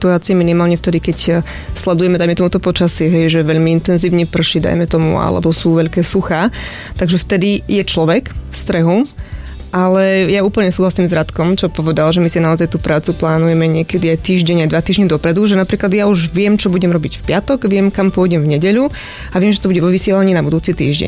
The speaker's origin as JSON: {"language": "Slovak", "town": "Veľký Krtíš", "region": "Banská Bystrica Region", "country": "Slovakia", "said": "idem do gymnázia Augusta Horislava Škultetyho u nás vo Veľkom Krtíši"}